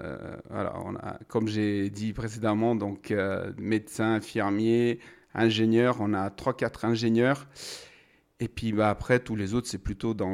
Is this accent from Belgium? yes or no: no; Kosovo; now in Saint-Étienne, France; je viens pas de Bosnie, je suis bosniaque du Kosovo.